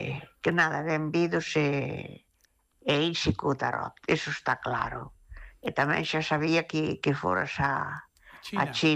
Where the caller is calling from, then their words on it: Ferrol, Galicia, Spain; de Ferrol.